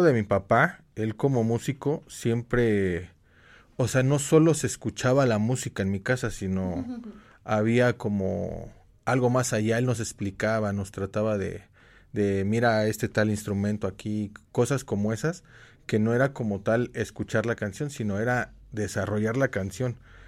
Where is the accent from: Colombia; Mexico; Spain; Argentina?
Mexico; Mexico City; also born or lived in Cerro Prieto (colonia) / Simón Bolívar (colonia); Yo soy de la Romero Rubio